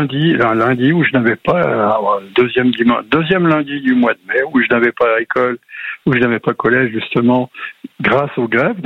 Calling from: Brittany, France; J'habite en Bretagne, Bretagne Sud, au nord de Quimperlé, une commune qui s'appelle Kerrien, une commune rurale, 5000 hectares, 1800 habitants

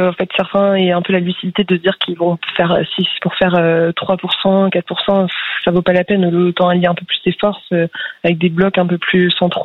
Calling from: Pays de la Loire, France; Moi, j'habite en Vendée, du nord de la Vendée.

